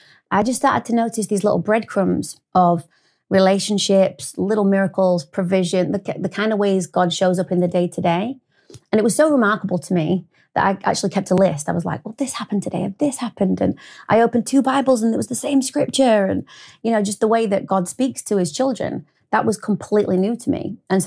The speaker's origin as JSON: {"language": "English", "town": "Barnsley", "region": "Yorkshire and the Humber", "country": "United Kingdom", "tie": "born there", "said": "I was born in Barnsley in the north of England, and I still only live a stone throw from there. So although I travel a lot, I'm still kind of a northern lass."}